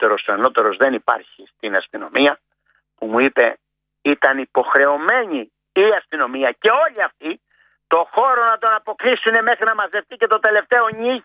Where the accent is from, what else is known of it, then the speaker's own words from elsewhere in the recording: Kalavryta, Western Greece, Greece; κατάγομαι από Πελοπόννησο, Μανώλη, και από Καλάβρητα